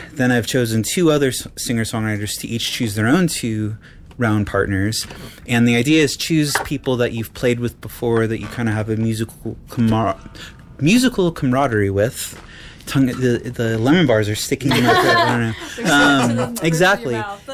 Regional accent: Sacramento, California, United States; born there; I am from Sacramento.

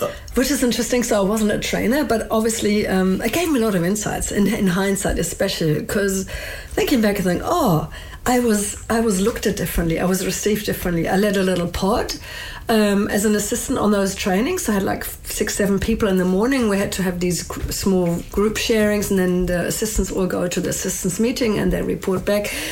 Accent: Germany; moved away as an adult; now in New Zealand; I'm from Germany originally. We're quite direct people, yeah. And then I've been, you know, living in New Zealand for the last 23 years.

